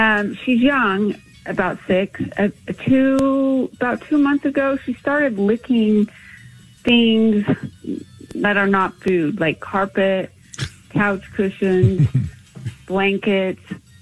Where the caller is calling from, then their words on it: Bountiful, Utah, United States